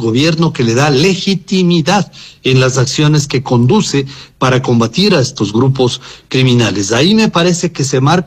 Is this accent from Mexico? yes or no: no; Ecuador; creo que nosotros como ecuatorianos debemos